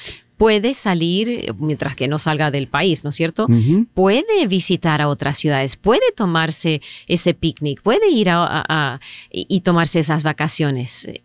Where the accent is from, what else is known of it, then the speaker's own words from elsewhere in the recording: Texas, United States; born there; Yo nací aquí en Texas y nunca he estado en esa ciudad, y vamos a explorarlo en los próximos meses.